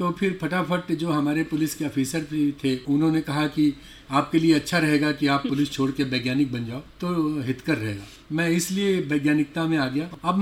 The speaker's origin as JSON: {"language": "Hindi", "town": "Bedipur", "region": "Uttar Pradesh", "country": "India", "tie": "born there", "said": "मैं एक ग्रामीण पृष्ठभूमि से आता हूँ। हमारा जन्म कानपुर के एक गांव बेदीपुर में हुआ और हमारे पिताजी किसान थे"}